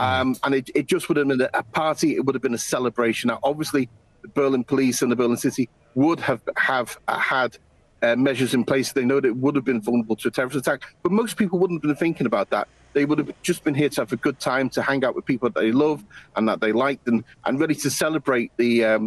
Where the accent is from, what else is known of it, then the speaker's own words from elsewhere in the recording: Liverpool, North West England, United Kingdom; now in Germany; We saw speculation in Liverpool a couple of years ago, my hometown